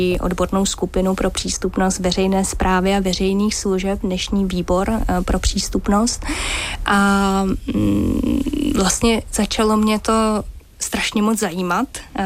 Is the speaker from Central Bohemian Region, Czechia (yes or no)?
yes; Mělník, Central Bohemian Region, Czechia; když jsem jezdila mezi Mělníkem a Prahou, Prahou a Mělníkem, protože já jsem z Mělníka